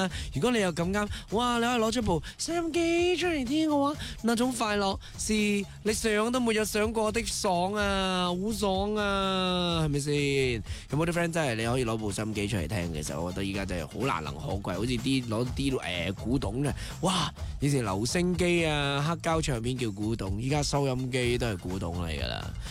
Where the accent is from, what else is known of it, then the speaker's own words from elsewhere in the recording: Zhaoqing, Guangdong, China; 0758小颖嘅区号啊 ， … 系属于小庆嘅 ，OK 啊，土生土长啊，小庆仔啊